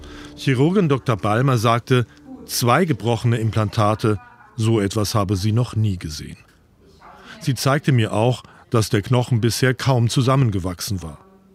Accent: Bavaria, Germany; In meine Heimat nach Bayern und dann nach Italien.

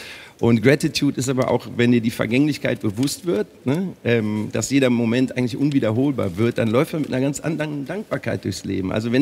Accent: Cologne, North Rhine-Westphalia, Germany; ich bin eine Kölsche Jung.

